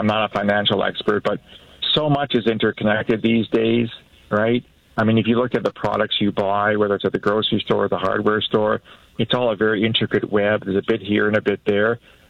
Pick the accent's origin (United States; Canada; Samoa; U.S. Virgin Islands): Canada; London, Ontario; I grew up in London.